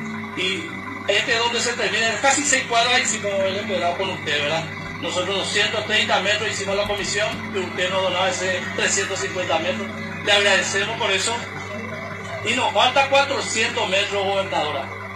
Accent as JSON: {"language": "Spanish", "region": "Paraguarí", "country": "Paraguay", "tie": "born there", "also_born_or_lived": "Yembrun", "moved": "yes", "said": "Yo vengo de Yembrun para ayudar a mi compañía, porque yo nací acá en este lugar."}